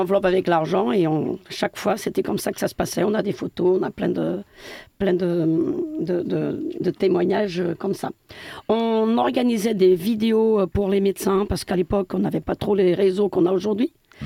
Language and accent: French; Santa Comba, Viseu, Portugal; French is a second language; now in France; moi je suis originaire donc, du Portugal. Je viens d'un petit village où tout le monde s'entraide.